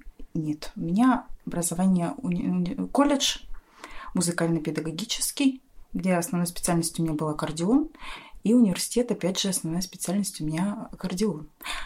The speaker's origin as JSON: {"language": "Russian", "town": "Omsk", "region": "Omsk Oblast", "country": "Russia", "said": "Я приехала из города Омска."}